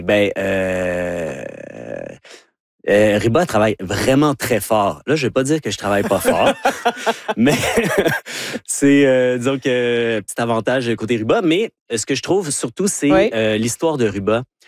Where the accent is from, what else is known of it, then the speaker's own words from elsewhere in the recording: Vanier, Ontario, Canada; born there; Oui, je suis né à Vanier, en face du marché du store. Mais, donc, je suis un deuxième génération.